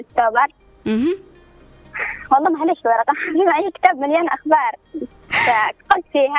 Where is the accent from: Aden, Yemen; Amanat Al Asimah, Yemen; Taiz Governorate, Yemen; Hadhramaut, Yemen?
Aden, Yemen; والدي حافظ الضالع، لكن عشت في عدن، تربيت في عدن نسبة قليل إني ما أعرف الضالع.